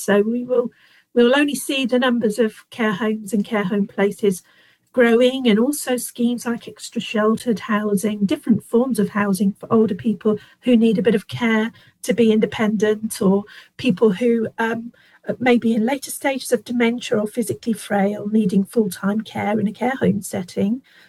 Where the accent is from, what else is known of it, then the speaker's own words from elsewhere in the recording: Yorkshire and the Humber, United Kingdom; now in Kent, United Kingdom; originally from North Yorkshire, but I'm living in Kent at the moment, and have been for a long, long time.